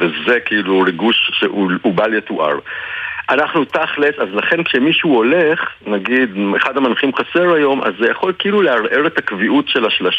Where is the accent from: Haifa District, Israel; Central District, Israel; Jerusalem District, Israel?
Jerusalem District, Israel; Jerusalem; אני גדלתי בירושלים